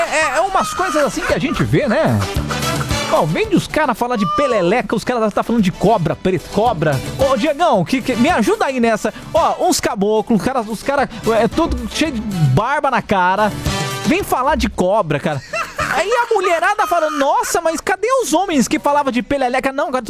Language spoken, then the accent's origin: Portuguese; Itu, São Paulo, Brazil; born there; Eu nasci em Itu.